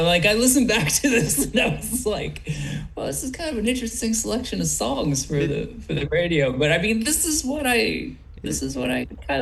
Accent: Huntington, New York, United States; Dave and Dan and I grew up in Huntington, Long Island.

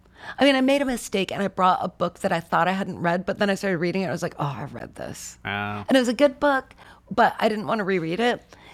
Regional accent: New York, United States; Because I'm from New York.

